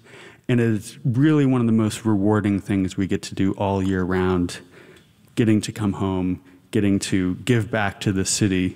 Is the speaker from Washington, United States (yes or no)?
yes; Seattle, Washington, United States; Growing up in Seattle